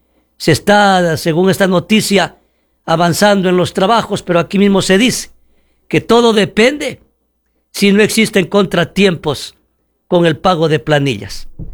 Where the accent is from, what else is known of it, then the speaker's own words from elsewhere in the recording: Ecuador; now in Yantzaza, Ecuador; como los ecuatorianos somos de frágil memoria